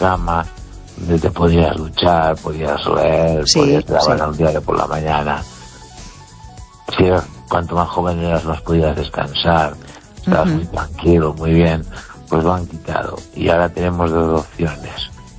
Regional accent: Galicia, Spain; Y mi pueblo está a unos 9 kilómetros o 8 de los Peares. Está en la altura de la montaña. Y entonces bajábamos en los Peares.

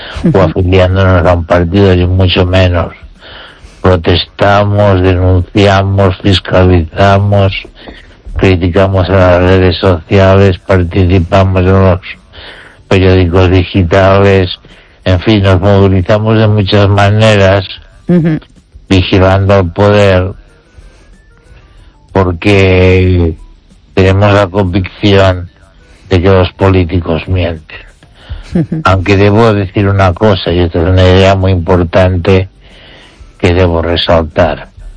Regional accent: Spain; Espero que tu audiencia me recuerde como un español que razonaba.

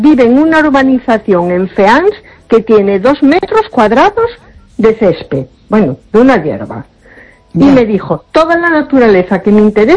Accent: A Coruña, Galicia, Spain

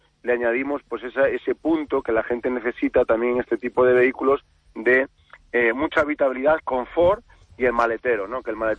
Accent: Galicia, Spain; Por supuesto. Yo como gallego.

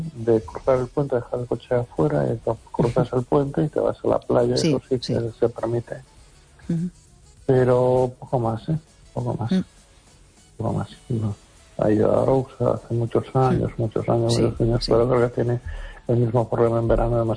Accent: Las Palmas de Gran Canaria, Canary Islands, Spain; soy pueblo canario. Yo en las Canarias, en la Palma de Gran Canaria

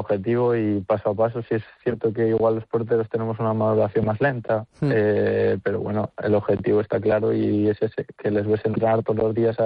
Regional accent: Soria, Castile and León, Spain; soy de Soria y nací en Soria, jugué toda la vida en el Numancia.

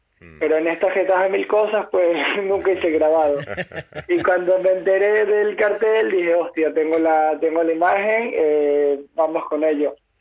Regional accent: Caracas, Capital District, Venezuela; moved away as an adult; now in Galicia, Spain; si bien mis abuelos son españoles, mas no gallegos, en Caracas me crié en la Hermandad Gallega, es un club fundado por gallegos

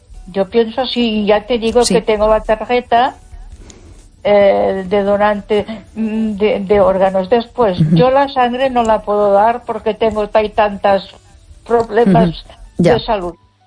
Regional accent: Ponferrada, Castile and León, Spain

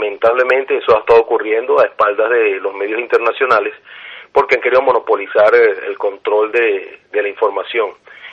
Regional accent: La Guaira, Venezuela; born there; moved away; nací en La Guaira.

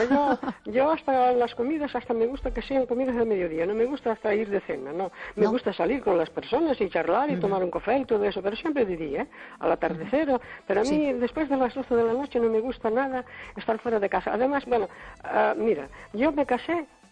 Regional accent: Cespón, Galicia, Spain

